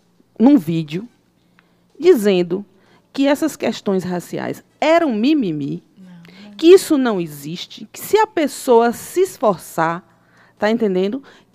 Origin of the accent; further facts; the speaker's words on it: Juazeiro, Bahia, Brazil; Eu sou de Juazeiro da Bahia. Né? Sou uma mulher sertaneja. Orgulhosa da minha raiz, entendeu?